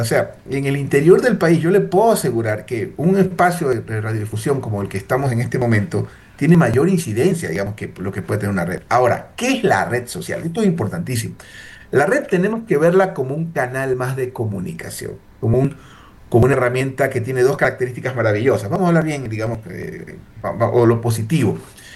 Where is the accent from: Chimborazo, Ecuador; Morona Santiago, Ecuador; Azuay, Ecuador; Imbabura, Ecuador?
Chimborazo, Ecuador; Colta; cuando estás en Colta, en Colombia, en mi tierra?